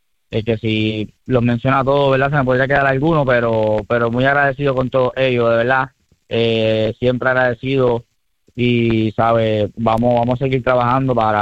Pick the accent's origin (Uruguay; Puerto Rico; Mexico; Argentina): Puerto Rico; Aguadilla; poniendo a Puerto Rico en alto, a mi pueblo de Aguadilla también